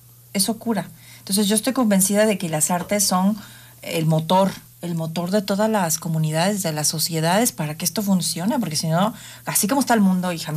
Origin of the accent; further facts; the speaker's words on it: Mexico; No, yo soy completamente mexicana.